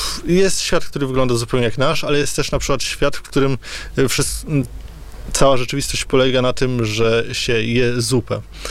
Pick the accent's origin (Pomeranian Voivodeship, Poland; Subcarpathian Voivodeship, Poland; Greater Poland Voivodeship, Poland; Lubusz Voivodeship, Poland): Pomeranian Voivodeship, Poland; Tutaj rzeczywiście też te Kaszuby są w tle, no bo ja jestem Kaszubą, więc dla mnie to jest naturalne, że osadzam akcję po prostu w miejscach, które znam.